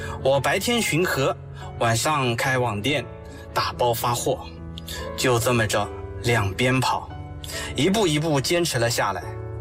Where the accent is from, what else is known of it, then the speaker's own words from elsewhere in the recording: Jingjiang, Jiangsu, China; 我的家乡晋江，三面环江，是江苏长江岸线最长的县级市，拥有长江岸线 52.3 公里。我生在长江边，长在长江边